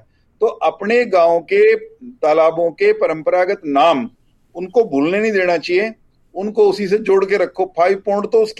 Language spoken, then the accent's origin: Hindi; Haryana, India